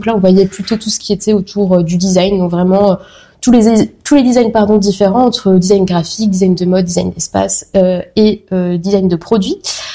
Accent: Coulommiers, Île-de-France, France; moved away as an adult; also born or lived in Paris; now in Brussels, Belgium; moi je suis originaire de la ville de Coulommiers, donc la ville du fromage. Donc je viens d'une famille fromagère

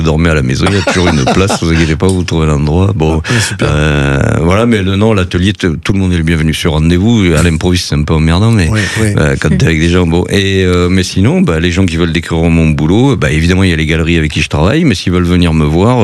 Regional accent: Portugal; Comme je suis portugais

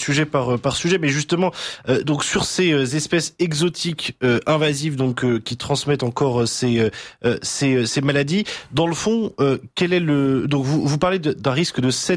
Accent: France; en tant que français

